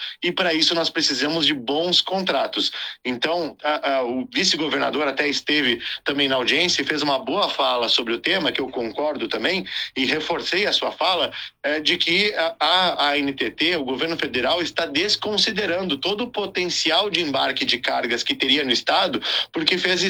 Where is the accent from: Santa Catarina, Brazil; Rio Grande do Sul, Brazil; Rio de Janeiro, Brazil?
Rio Grande do Sul, Brazil; Nova Bassano; eu sou natural de Nova Bassano